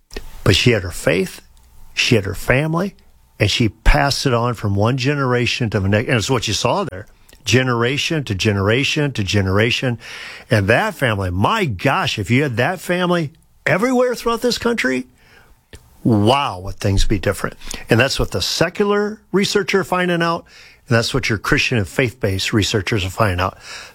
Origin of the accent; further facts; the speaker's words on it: Sheldon, Iowa, United States; Chuck Hurley and I went up to a funeral in Sheldon, my hometown.